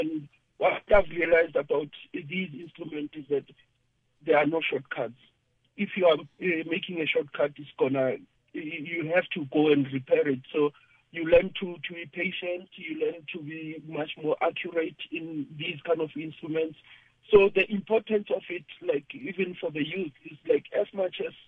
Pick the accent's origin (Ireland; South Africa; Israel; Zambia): South Africa; I'm from South Africa.